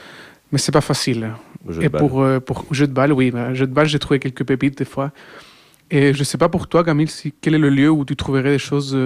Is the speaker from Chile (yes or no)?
yes; Chile; now in Brussels, Belgium; je suis latino-américain, je viens du Chili.